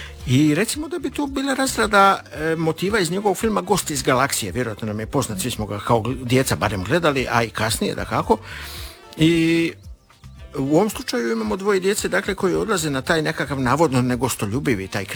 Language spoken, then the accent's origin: Croatian; Dalmatia, Croatia; Ja sam iz Dalmacije